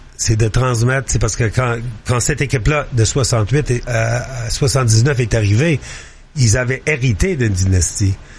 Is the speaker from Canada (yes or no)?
yes; Montreal, Quebec, Canada; Je suis Montréalais